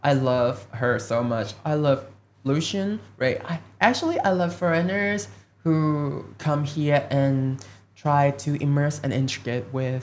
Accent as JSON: {"language": "English", "region": "Phuket", "country": "Thailand", "tie": "born or raised there", "said": "I was born and raised in Phuket"}